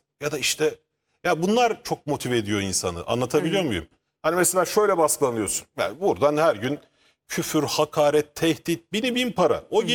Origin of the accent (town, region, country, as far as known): Ankara, Turkey; born or raised there